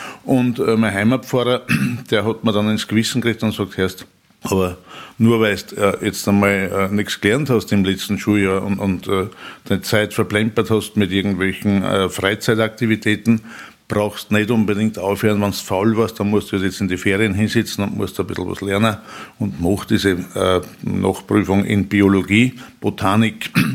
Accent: St. Veit im Innkreis, Upper Austria, Austria; Geboren bin ich 1960 in St. Veit im Innkreis, das ist ein kleiner Ort.

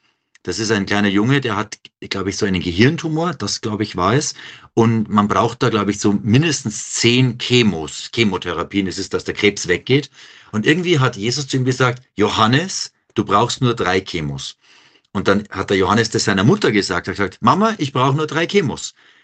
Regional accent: Bavaria, Germany; Ja, ich bin ja eigentlich ein Bayer

